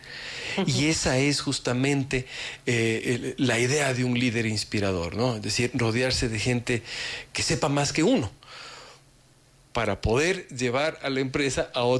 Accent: Ecuador; a todos como ecuatorianos

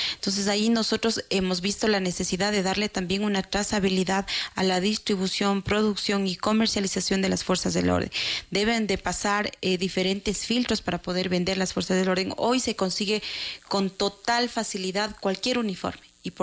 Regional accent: Ecuador; nosotros como ecuatorianos

